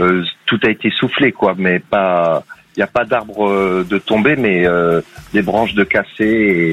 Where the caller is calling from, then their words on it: Chartres, Centre-Val de Loire, France; moi, je suis en face d'un parc, à Chartres